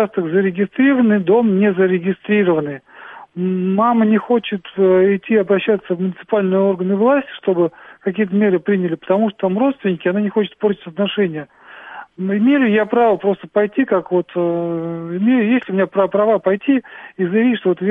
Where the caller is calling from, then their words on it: Moscow, Russia; Здравствуйте … я из Москвы.